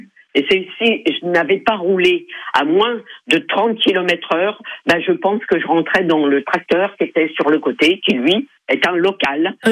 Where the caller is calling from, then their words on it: Thouars, Nouvelle-Aquitaine, France; je suis de Thouars, hein, donc dans le centre-ville